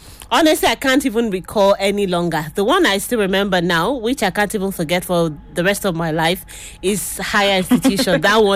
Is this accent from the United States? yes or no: no; Lagos, Nigeria; I grew up in Lagos